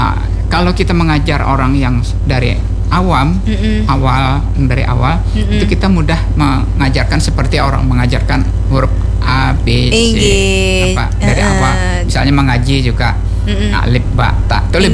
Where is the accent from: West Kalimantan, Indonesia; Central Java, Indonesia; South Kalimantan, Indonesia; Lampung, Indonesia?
South Kalimantan, Indonesia